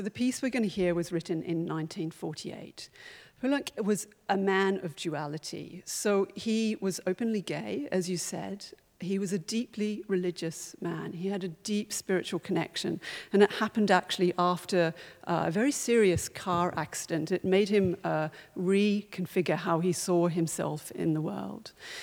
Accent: Australia; moved away; You might guess by my avals that I'm an Australian originally too.

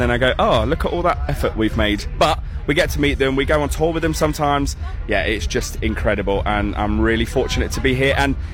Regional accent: London, United Kingdom; moved away as an adult; now in Nottingham, United Kingdom; And it's actually the reason that I moved to Nottingham. So I was from London originally

